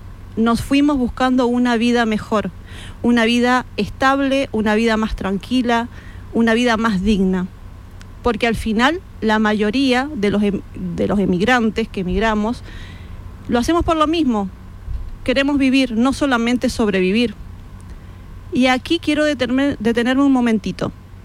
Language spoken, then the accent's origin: Spanish; Mendoza, Argentina; moved away as an adult; now in Spain; Yo soy argentina y recuerdo que en mi país, específicamente en Mendoza, que es mi provincia